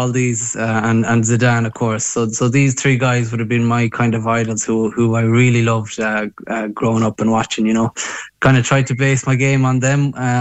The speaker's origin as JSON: {"language": "English", "town": "Galway", "region": "Connacht", "country": "Ireland", "tie": "born or raised there", "said": "I went to back to my hometown team of Salthill Devon, where it all began"}